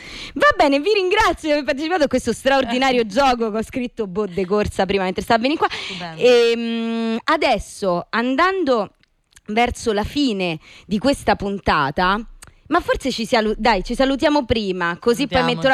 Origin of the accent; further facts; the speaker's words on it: Rome, Lazio, Italy; Mi è uscito oggi un video su Facebook, ero incredula perché io sono di Torrevecchia.